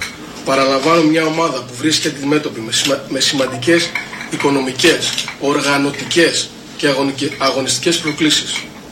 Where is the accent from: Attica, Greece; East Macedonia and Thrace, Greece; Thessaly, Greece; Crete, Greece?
Thessaly, Greece; Larissa; απέναντι στην πόλη της Λάρισας, απέναντι στην πόλη μου.